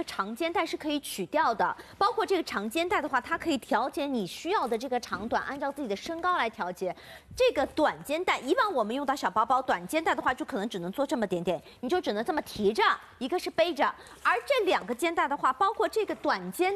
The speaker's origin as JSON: {"language": "Chinese", "region": "Shanghai", "country": "China", "said": "我们上海人通常说的鸡笔"}